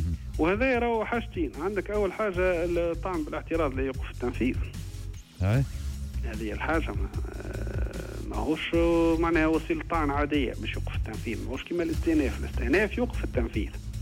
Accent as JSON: {"language": "Arabic", "country": "Tunisia"}